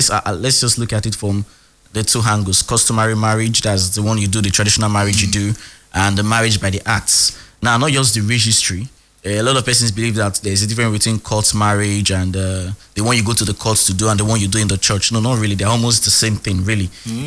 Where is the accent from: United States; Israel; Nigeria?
Nigeria; Rivers; I'm from River State, and I'm proud. I'm coming from River State